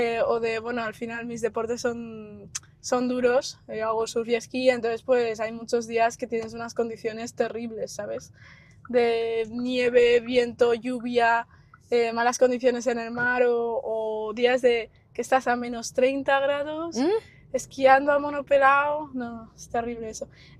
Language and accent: Spanish; León, Castile and León, Spain; y estudié toda la vida aquí en León en Pastorinas.